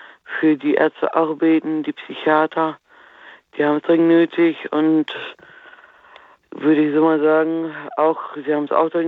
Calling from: Nordhorn, Lower Saxony, Germany; Ich komme aus Niedersachsen, der Grenze zu Niederlanden

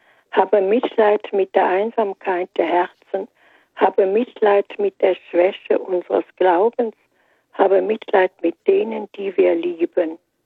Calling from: Germany; Ich komme hier aus der Eifel und ich bin auch schon 88 Jahre alt.

